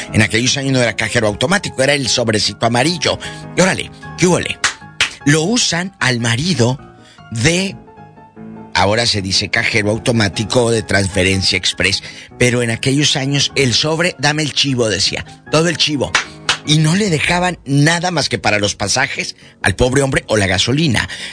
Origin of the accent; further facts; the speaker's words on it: Matamoros, Tamaulipas, Mexico; tengo una amiga en mi tierra, en mi Matamoros querido, que ya tiene el truco para colgarle que le cuelguen los números desconocidos